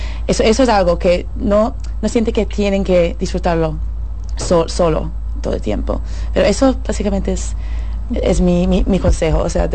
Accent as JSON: {"language": "Spanish", "region": "Scotland", "country": "United Kingdom", "tie": "born or raised there", "second_language": "Spanish", "moved": "yes", "lives_now": "Dominican Republic", "said": "Crecí en Escocia, entonces soy una escocesa."}